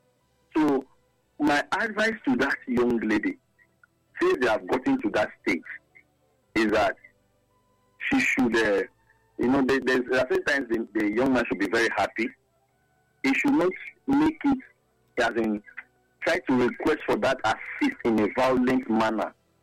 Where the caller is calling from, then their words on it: Delta, Nigeria; I'm calling from Delta State.